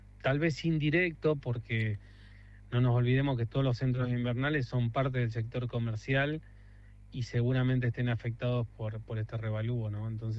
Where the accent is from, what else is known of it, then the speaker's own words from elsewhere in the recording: Tierra del Fuego, Argentina; La pesca en nuestra provincia tiene un potencial enorme